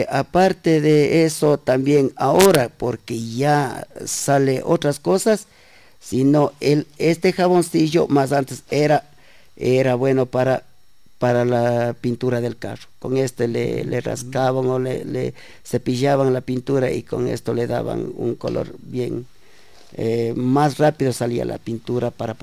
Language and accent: Spanish; Latacunga, Cotopaxi, Ecuador; como la tacungueños, somos nativos, somos parte de la Tacunga, y yo a la Tacunga le amo, le estimo, porque soy de aquí